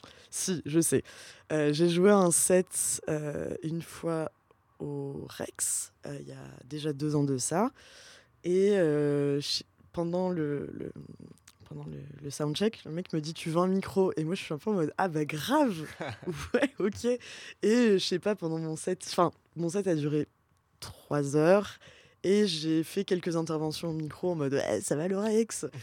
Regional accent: Pau, Nouvelle-Aquitaine, France; je viens du sud-ouest de la France. Je viens de Pau, dans le Béarn.

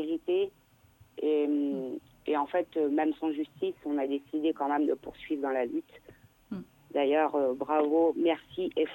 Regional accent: France; d'années qu'on vit ça en tant que pointé du doigt, en tant qu'ethnique, en tant que voyageur, et pourtant qu'on est français.

